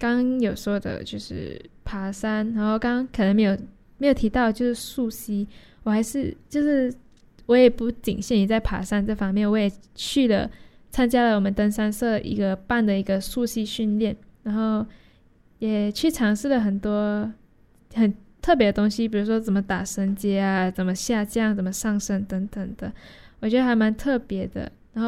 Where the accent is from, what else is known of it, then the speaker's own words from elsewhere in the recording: Malaysia; now in Taiwan; 我说："对啊，我来自马来西亚。"